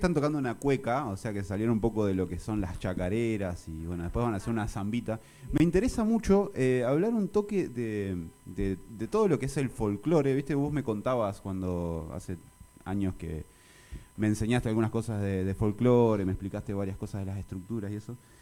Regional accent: Uruguay; Yo soy uruguayo, digamos

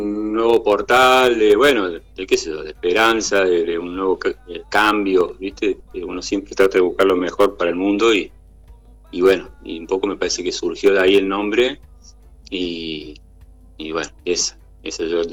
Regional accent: Bell Ville, Córdoba, Argentina; moved away as an adult; now in Córdoba, Argentina; yo tengo 48 años, soy del 78, nací. Y bueno, yo soy de Belleville, un pueblo que es a 200 kilómetros de la capital de Córdoba.

